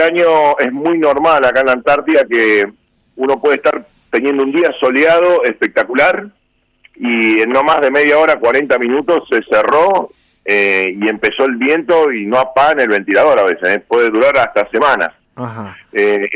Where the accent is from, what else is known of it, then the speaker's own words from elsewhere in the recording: Buenos Aires, Argentina; born there; yo soy nacido en Buenos Aires, mi padre era de Villaguay, tengo primos en Gualeguaychú también.